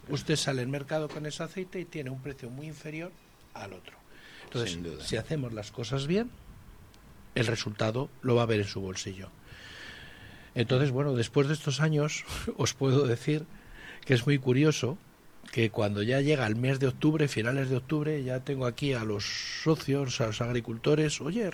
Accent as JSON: {"language": "Spanish", "region": "Community of Madrid", "country": "Spain", "said": "un poco tirando de esta chulería madrileña que a veces nos..."}